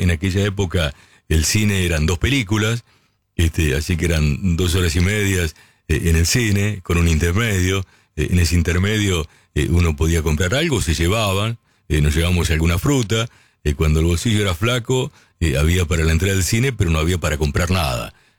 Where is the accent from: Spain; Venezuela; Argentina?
Argentina; Lincoln, Buenos Aires Province; yo en mi barrio Sagrado Corazón, en Lincoln, también jugábamos en la calle de tierra, en las tortitas de barro.